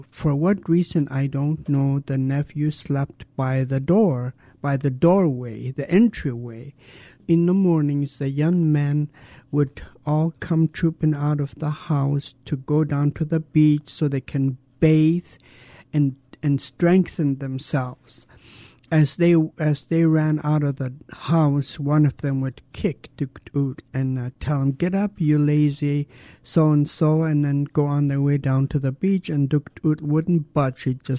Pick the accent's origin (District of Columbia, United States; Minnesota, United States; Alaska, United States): Alaska, United States; Douglas; I was born and raised in Douglas. I belong to the Raven Moiety. I come from the Whale House in Klukwan, which is a Kanaktede house.